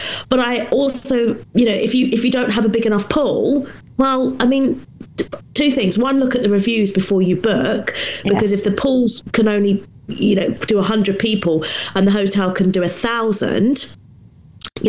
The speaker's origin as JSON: {"language": "English", "country": "United Kingdom", "said": "as a Brit"}